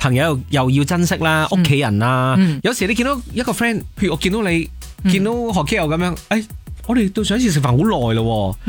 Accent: Hong Kong; 我们香港人呢，任何一个人，其实包括我自己

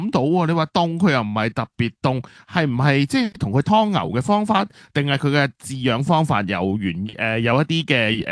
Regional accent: Hong Kong; 我哋香港人

